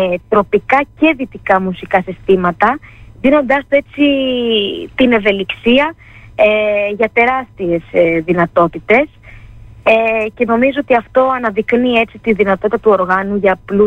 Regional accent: Mytilene, North Aegean, Greece; Η καταγωγή μου μάλιστα από την Μυτιλίνη θεωρώ πως αποτέλεσε σταθμός για την ενασχόλησή μου με το όργανο, καθώς από πολύ μικρή ηλικία είχα τέτοια ακούσματα

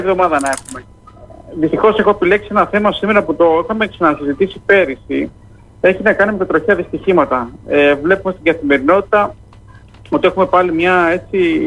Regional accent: Greece; Σαν Έλληνες

